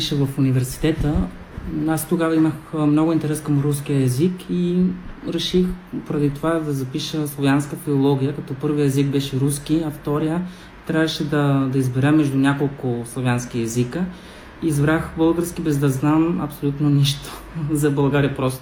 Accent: Cádiz, Andalusia, Spain; Bulgarian is a second language; moved away as an adult; now in Sofia, Bulgaria; съм от южната част на Испания, което е още по-различно. Андалусия, където е Севилия, Кадис, аз съм родом от Кадис.

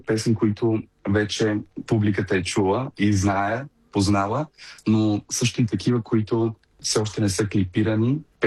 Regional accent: Burgas, Burgas Province, Bulgaria; moved away; аз съм си бургазлия, тръгнал съм си от Бургас, от бургаската школа, от бургаското музикално училище и някакси Бургас ми е моя си град, моето място.

